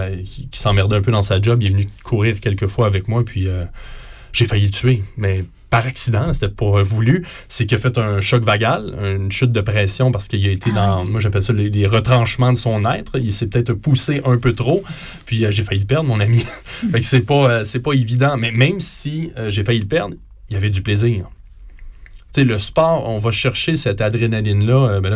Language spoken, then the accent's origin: French; Quebec, Canada